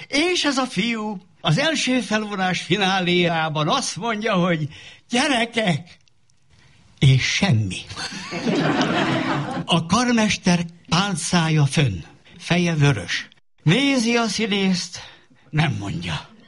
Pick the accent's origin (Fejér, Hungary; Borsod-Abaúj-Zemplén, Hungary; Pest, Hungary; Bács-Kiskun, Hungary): Pest, Hungary; Cegléd; born there; also born or lived in Albertirsa; Én 1950-ben születtem, mégpedig szeptemberben, nem akárhol, Cegléden.